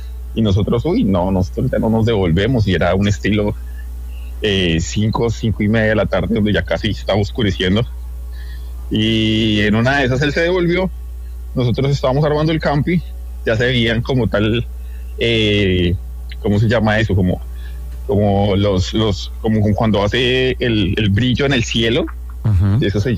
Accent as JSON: {"language": "Spanish", "region": "Boyacá", "country": "Colombia", "said": "Bueno, entonces la tercera historia ya... yo soy de Boyacá."}